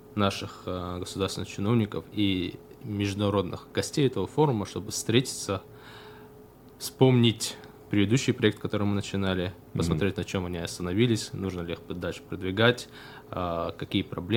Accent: Dagestan, Russia

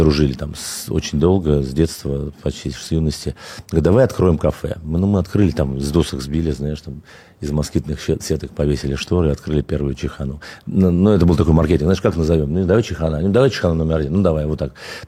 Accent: Khimki, Moscow Oblast, Russia; Слушай, я родился в Химках, это Подмосковье, на левом берегу, в частности, это такой подмосковный район, прям сразу за кольцевой дорогой.

